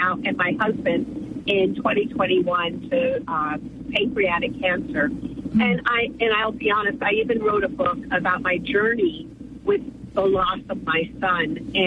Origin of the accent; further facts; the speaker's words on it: Tucson, Arizona, United States; born and raised in Tucson, Arizona